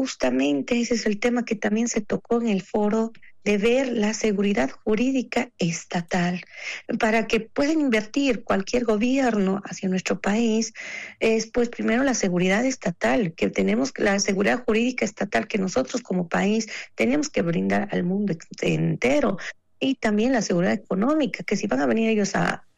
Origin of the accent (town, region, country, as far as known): Bolivia